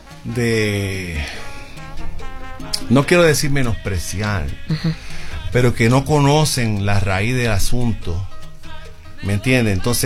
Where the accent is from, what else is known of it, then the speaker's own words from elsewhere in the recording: San Juan, Puerto Rico; born there; yo nacido en el barrio Buen Consejo de Río Piedras en Puerto Rico.